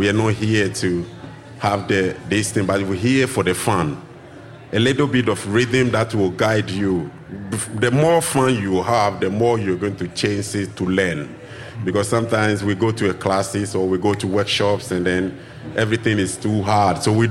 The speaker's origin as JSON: {"language": "English", "town": "Nungwa", "region": "Greater Accra", "country": "Ghana", "said": "I come from Nungwa, so the capital, I come from Ghana, West Africa. The capital of Ghana is Accra, and I come from a little village down there called Nungwa"}